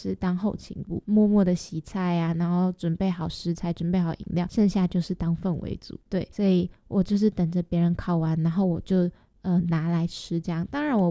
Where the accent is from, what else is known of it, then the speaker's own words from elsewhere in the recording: Taiwan; 我们台湾人